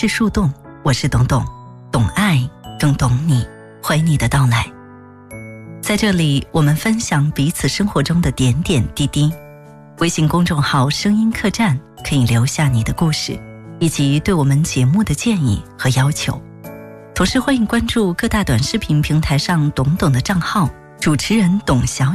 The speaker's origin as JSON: {"language": "Chinese", "country": "China", "said": "我们中国人历来有重视亲情的传统"}